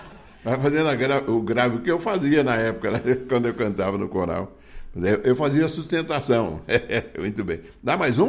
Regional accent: Rio Grande do Sul, Brazil; moved away; porque eu vim lá do Rio Grande do Sul, não estou pensando voltar mais para lá.

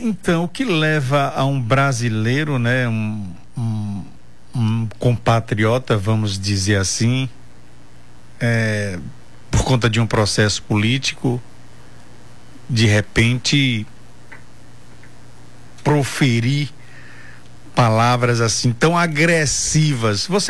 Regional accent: Bahia, Brazil; nós, baianos

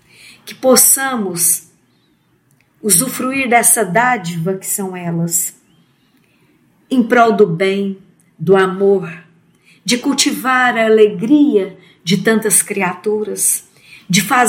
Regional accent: Uberlândia, Minas Gerais, Brazil; sou da cidade de Uberlândia

